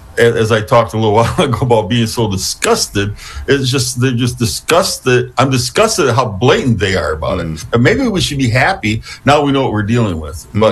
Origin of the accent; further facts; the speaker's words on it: United States; Because I'm Native American.